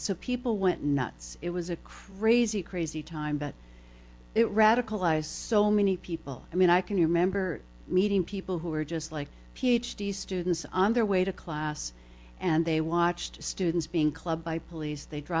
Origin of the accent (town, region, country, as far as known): Toledo, Ohio, United States; born or raised there